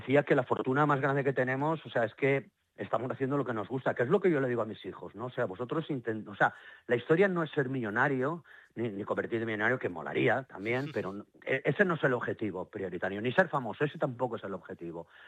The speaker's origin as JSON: {"language": "Spanish", "town": "Valencia", "region": "Valencian Community", "country": "Spain", "said": "yo soy valenciano, vivo en Valencia, y me encanta volver a casa"}